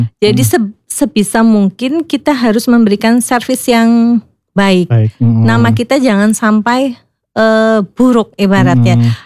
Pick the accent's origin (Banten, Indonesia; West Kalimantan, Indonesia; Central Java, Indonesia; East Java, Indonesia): Central Java, Indonesia; Purbalingga; Saya dari Purbalingga.